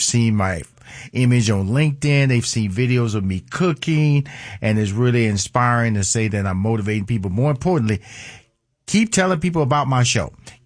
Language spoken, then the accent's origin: English; Houston, Texas, United States; moved away; my hometown, Houston, Texas